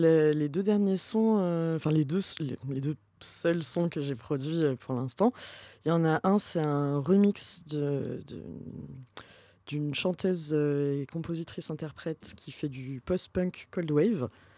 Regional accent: Pau, Nouvelle-Aquitaine, France; Bah, moi, en fait, pour la petite histoire, je viens du sud-ouest de la France. Je viens de Pau, dans le Béarn.

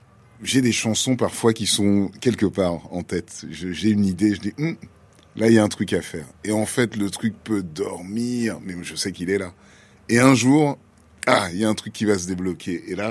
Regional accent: Dakar, Senegal; Donc, c'était tout comme j'ai grandi à Dakar.

